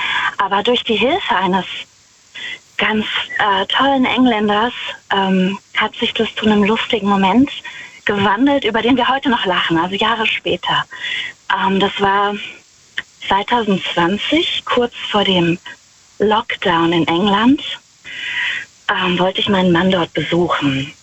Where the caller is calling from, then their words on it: Wittlich, Rhineland-Palatinate, Germany; Ich fahre gleich an der Abtei Himmerod vorbei. Ich bin aus der Nähe von Wittlich.